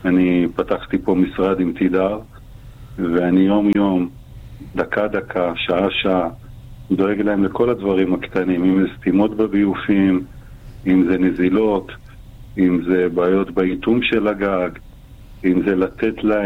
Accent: Or Akiva, Haifa District, Israel; זה הבית שלי, זה המקום שלי. זה גדלתי באותן דירות שהם אנשים נמצאים.

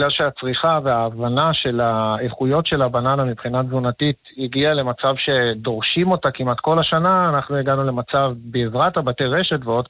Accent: Geva Carmel, Haifa District, Israel; אנחנו חוף הכרמל בין עתלית לזיכרון יעקב על רצועת החוף.

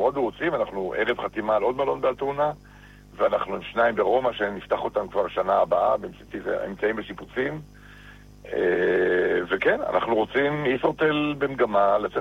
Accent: Eilat, Southern District, Israel; אנחנו אוהבים את אילת, גדלנו באילת, נולדנו באילת

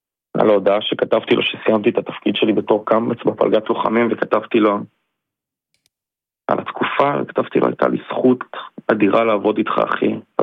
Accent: Zikhron Ya'akov, Haifa District, Israel; ספי, אני מזכיר לכם, הוא מגיע מאלי, אני מגיע מזיכרון, הפלגה שלנו הייתה חצויה במובן הזה, חצי-חצי

